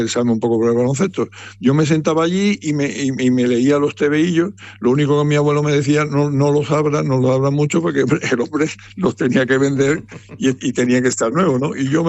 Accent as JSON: {"language": "Spanish", "region": "Andalusia", "country": "Spain", "said": "en la zona de mi tierra, en Andalucía y sobre todo concretamente en la provincia de Sevilla"}